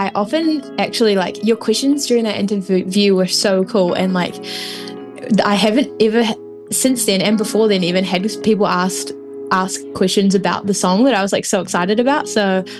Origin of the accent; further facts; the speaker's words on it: Dunedin, Otago, New Zealand; now in Wellington, New Zealand; we'd studied in Dunedin and I'm from Dunedin, Jakira's from Dunedin, we were so ready for a change.